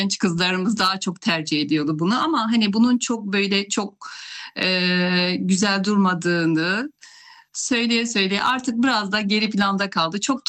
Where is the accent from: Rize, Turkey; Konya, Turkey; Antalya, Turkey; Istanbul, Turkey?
Rize, Turkey; Pazar; now in Rize, Turkey; Rize'deyim. Rize merkezdeyim. Aslen pazardayım ama.